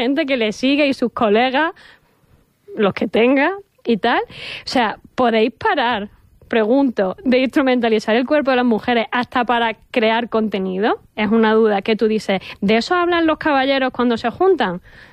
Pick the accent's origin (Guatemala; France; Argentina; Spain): Spain; Andalusia; Yo soy andaluza, never forget, solamente un día.